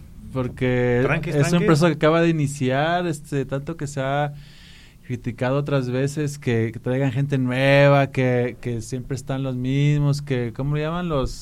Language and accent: Spanish; Mexico; Fíjate cómo somos los mexicanos